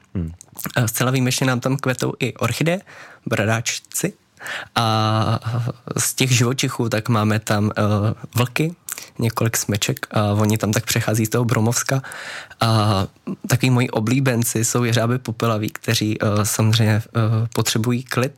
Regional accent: Královec, Hradec Králové Region, Czechia; born there; Tím, že jsem se narodil v Královci, tak a nemám vůbec v plánu někam odejít a chtěl bych být součástí Vraní hor

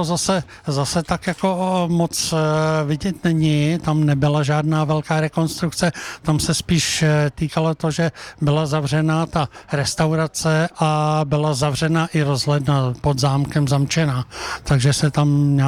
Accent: Vilémov, Ústí nad Labem Region, Czechia; No je to Tanečnice v Mikulášovicích, v podstatě Vilémov, odkud pocházím, je zhruba 2 kilometry severně od Tanečnice

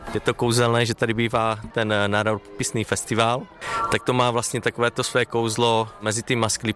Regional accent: Dubňany, South Moravian Region, Czechia; Já jsem z Dubňan a moje vinařství vzniklo v roce 2011.

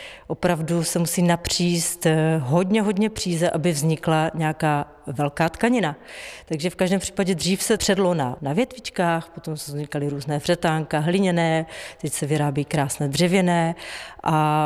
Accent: Zlín Region, Czechia; Já jsem z Valašska

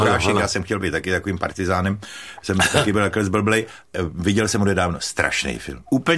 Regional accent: Ivanovice na Hané, South Moravian Region, Czechia; Kousek dál, v Ivanovicích dáne. Oba dva jsme Hanáci

